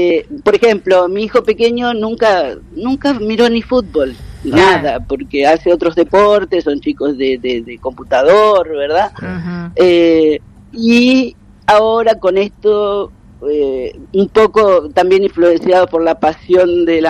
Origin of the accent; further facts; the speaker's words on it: Ensenada, Buenos Aires Province, Argentina; moved away as an adult; now in Cape Verde; Soy de Buenos Aires, Ensenada. Ensenada.